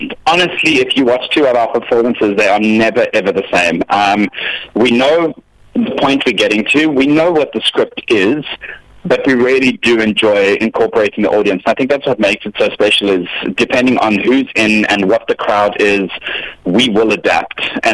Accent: Somerset West, Western Cape, South Africa; and funny enough, I grew up in Somerset West.

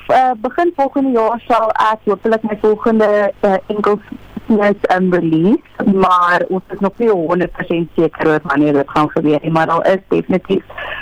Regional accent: Karoo, South Africa; born there; my kinderjare in die Karoo

